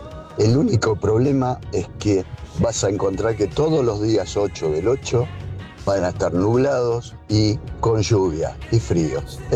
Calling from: Castelar, Buenos Aires Province, Argentina; Te lo dice un cumpleañero del 8 del 8 que tiene 66 años. … de Castelar.

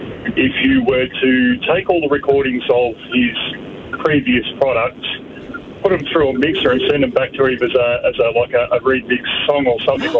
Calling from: Victoria, Australia; I'm in North Shoreham at the moment.

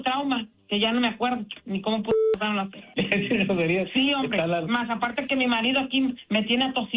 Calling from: Mexico; De México.

